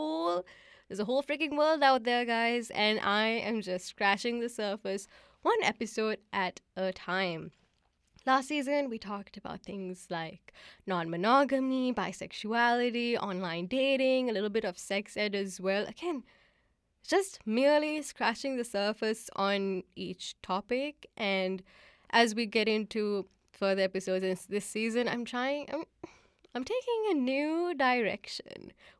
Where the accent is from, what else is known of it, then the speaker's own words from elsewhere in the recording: Sri Lanka; I'm from Sri Lanka, so we don't actually do land acknowledgements, but I hope this makes you think about your history as a Sri Lankan person, for instance.